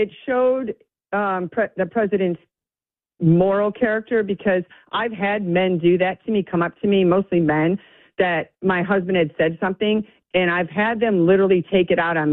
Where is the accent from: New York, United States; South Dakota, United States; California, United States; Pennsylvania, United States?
New York, United States; New York City; And I'm forever, I'm a New Yorker. I love New York City.